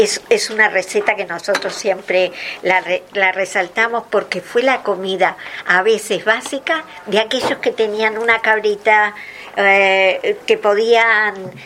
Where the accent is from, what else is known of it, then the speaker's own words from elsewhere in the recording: Uruguay; now in Canary Islands, Spain; los vocablos que usamos en Canarias se transmitieron en mi país, en Uruguay